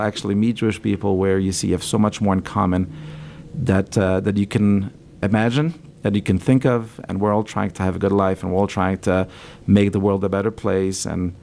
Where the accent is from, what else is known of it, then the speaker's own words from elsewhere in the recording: Belgium; because the I grew up in Belgium, and all of my grandparents are Holocaust survivors